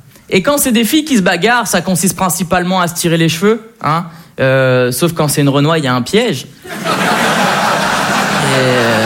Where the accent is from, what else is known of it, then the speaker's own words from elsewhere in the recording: Le Havre, Normandy, France; also born or lived in Neuilly-sur-Seine; now in Paris, France; je fais du stand-up depuis un moment, moi. Je suis originaire du Havre.